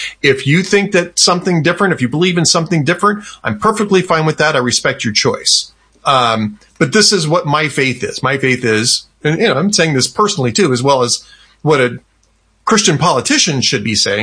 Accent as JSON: {"language": "English", "town": "Los Angeles", "region": "California", "country": "United States", "tie": "born there", "moved": "yes", "said": "it's actually my native land. I was born in Los Angeles"}